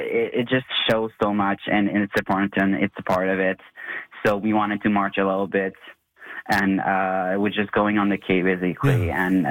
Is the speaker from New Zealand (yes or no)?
no; Baie-Comeau, Quebec, Canada; I'm from Beaucartier, not even Sept-Îles